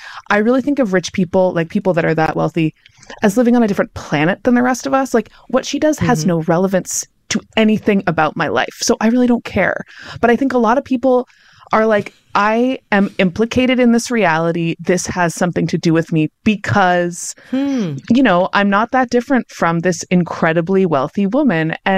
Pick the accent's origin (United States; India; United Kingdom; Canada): Canada; this as a Canadian right now